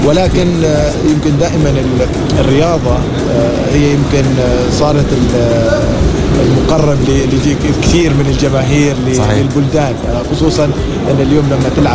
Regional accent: Oman; عمان بلدنا الحبيبة

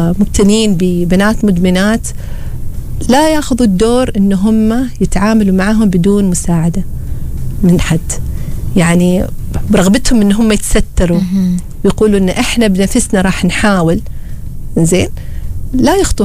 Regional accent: Oman; عندنا هنا في عمان.

